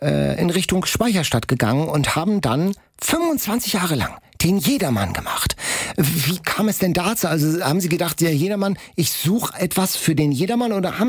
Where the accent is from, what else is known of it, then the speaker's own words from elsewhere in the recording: Hamburg, Germany; als Hamburger hat man, wenn man da war, in dieser Zeit in der Stadt gelebt hat